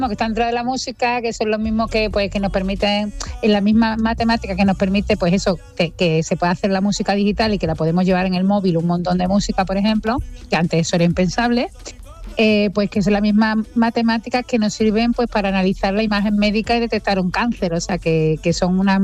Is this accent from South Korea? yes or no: yes; South Korea; Y soy de Corea